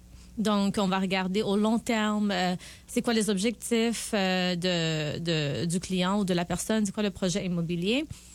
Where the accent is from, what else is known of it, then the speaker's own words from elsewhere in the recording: Montreal, Quebec, Canada; also born or lived in Seychelles; je suis Seychelloise. Je suis née aux îles Seychelles et okay. J'ai immigré ici avec ma famille. Donc, j'ai grandi à Montréal. Donc, je suis un produit de la loi 101 aussi.